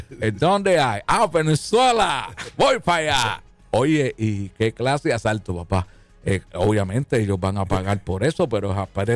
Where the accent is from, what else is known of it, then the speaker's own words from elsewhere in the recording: Puerto Rico; nosotros somos boricuas